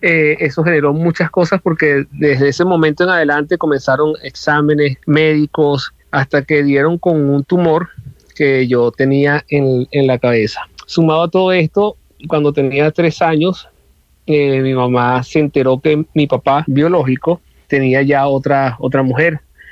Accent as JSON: {"language": "Spanish", "country": "Venezuela", "said": "somos venezolanos y vivimos en Venezuela"}